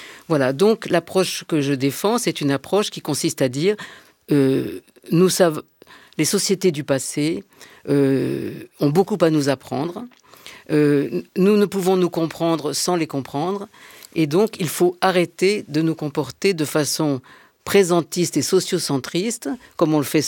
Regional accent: Marseille, Provence-Alpes-Côte d'Azur, France; moved away as an adult; now in Paris, France

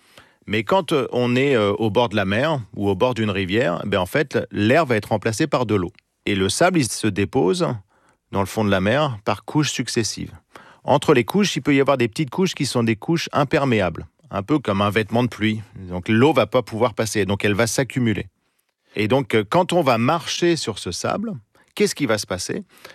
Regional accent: Normandy, France; Oui, parce que je suis normand et que le plus bel endroit pour voir des sables mouvants, ça s'appelle la baie du Mont-Saint-Michel.

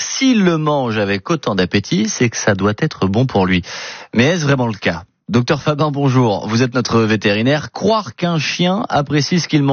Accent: Grand Est, France; chez nous en Alsace

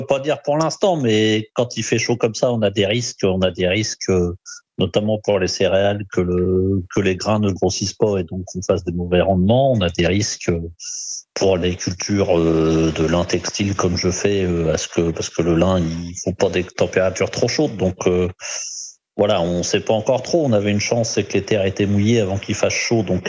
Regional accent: Normandy, France; chez nous, en Normandie

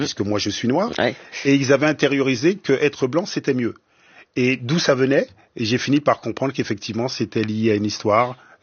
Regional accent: Guadeloupe, France; c'est que j'ai grandi en Guadeloupe.

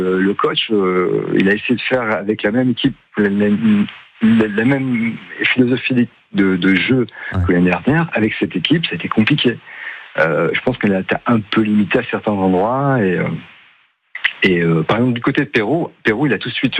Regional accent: Lille, Hauts-de-France, France; now in Marseille, France; Je suis originaire de Lille, mais je vis à Marseille.

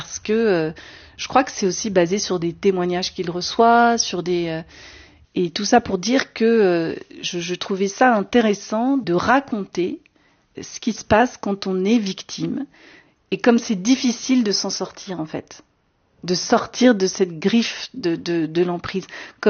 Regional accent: France; Bon, j'ai un peu de sang italien, et mais voilà, je suis quand même assez privilégiée à un endroit de voilà d'une famille française tradie

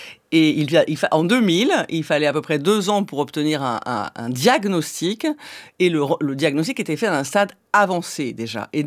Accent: Algeria; Alors, j'ai grandi en Algérie, effectivement, après l'indépendance de l'Algérie, dans une période intermédiaire. J'y suis arrivée à l'âge de 3 ans.

